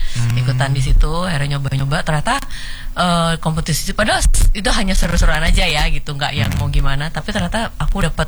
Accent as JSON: {"language": "Indonesian", "town": "Surabaya", "region": "East Java", "country": "Indonesia", "tie": "born or raised there"}